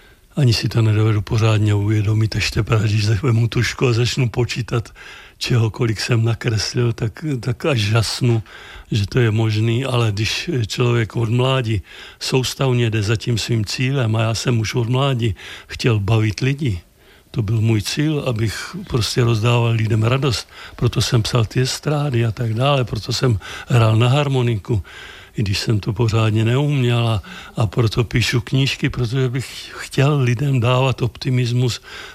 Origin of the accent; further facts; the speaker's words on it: Náchod, Hradec Králové Region, Czechia; also born or lived in Vysokov; Jednak jsem tady chodil do školy v Náchodě. Žiju tady teďka. Narodil jsem se ve Vysokově, což spadalo pod Náchod.